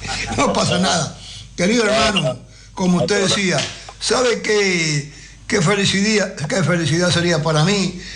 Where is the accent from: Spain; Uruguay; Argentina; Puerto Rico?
Uruguay; de acá de mi pueblo, del corazón de Urano, Sarandí allí